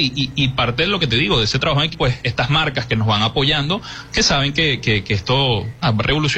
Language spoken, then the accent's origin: Spanish; Peru; moved away as an adult; now in Venezuela; solamente tengo un año aquí en Venezuela. Una de las metas que me propuse desde que me vine de Perú